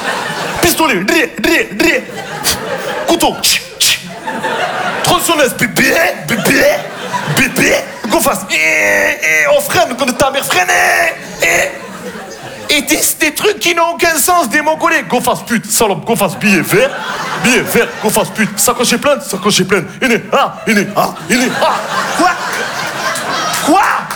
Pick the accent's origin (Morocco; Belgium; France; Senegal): France; Marseille, Provence-Alpes-Côte d'Azur